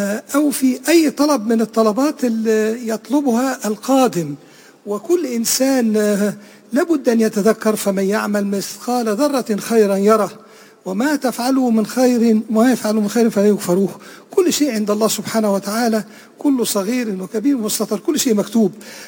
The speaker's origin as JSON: {"language": "Arabic", "country": "Egypt", "said": "أنا من مصر، كان عندنا في السافل الأسكندرية سيدي أبي العباس المرسي."}